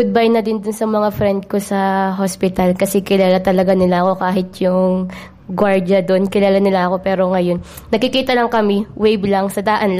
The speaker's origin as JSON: {"language": "Tagalog", "area": "Lucban, Quezon", "region": "Calabarzon", "country": "Philippines", "said": "mula sa Lokman, Quezon, Barangay Ayuti."}